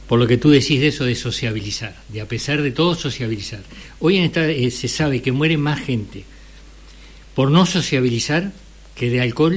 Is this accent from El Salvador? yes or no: no; Switzerland; moved away; Yo soy de Suiza